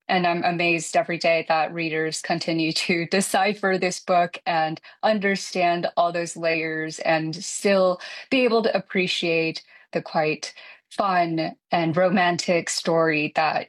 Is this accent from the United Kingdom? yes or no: no; Taiwan; now in New York, United States; Luckily for me, I grew up in Taiwan